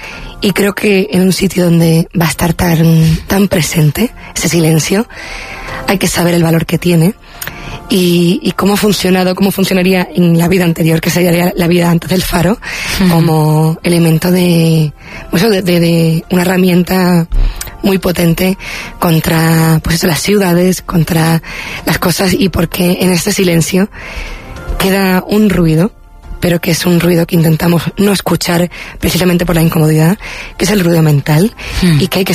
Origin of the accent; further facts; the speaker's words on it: Los Llanos de Aridane, Canary Islands, Spain; toqué en la plaza de los Llanos de Aridane, en mi pueblo, frente